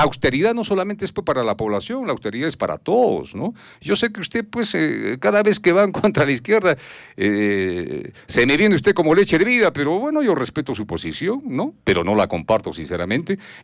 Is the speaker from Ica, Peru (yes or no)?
no; Arequipa, Peru; en Arequipa, como arequipeños